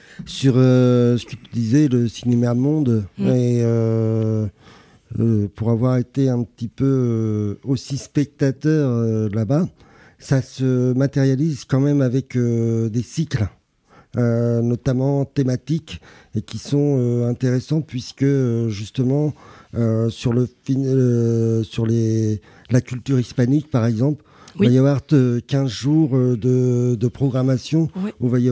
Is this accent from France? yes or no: yes; Caen, Normandy, France; born there; comme je suis né à Caen